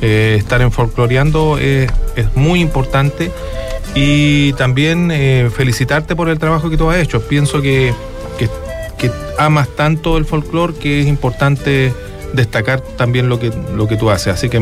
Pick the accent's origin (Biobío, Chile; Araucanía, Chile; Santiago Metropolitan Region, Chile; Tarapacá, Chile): Tarapacá, Chile; Iquique; born there; Por ejemplo, yo nací en Iquique.